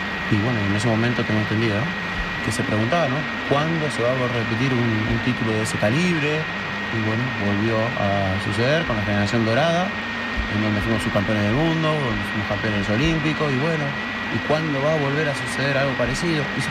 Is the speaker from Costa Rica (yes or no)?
no; Argentina; moved away